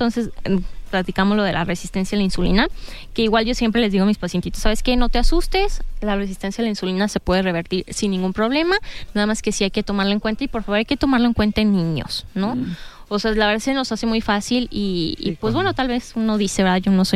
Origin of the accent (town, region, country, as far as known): Mexico